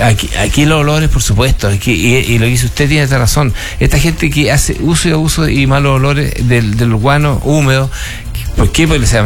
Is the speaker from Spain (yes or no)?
no; Curicó, Maule, Chile; Yo no soy. No nací afuera. Yo soy curicano, nací y criado en Curicó.